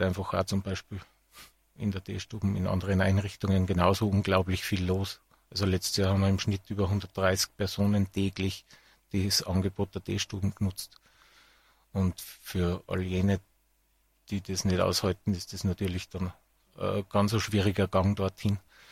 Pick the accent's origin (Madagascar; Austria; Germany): Austria; Salzburg; moved away as an adult; now in Innsbruck, Austria; bin aus Salzburg nach Tirol, Innsbruck, um die Sozialakademie zu machen. Vor 30 Jahren bin ich ungefähr gekommen, seither bin ich da.